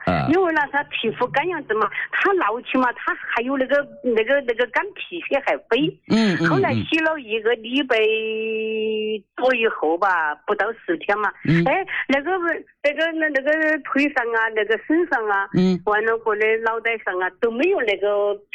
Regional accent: Daqing, Heilongjiang, China; 我是大庆的，

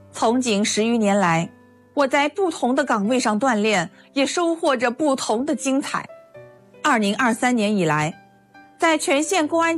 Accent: Shangcheng, Henan, China; 我的家乡商城县自然风光旖旎，人文历史荟萃，物产资源丰富，连续6年上榜全国最美丽县域榜单。

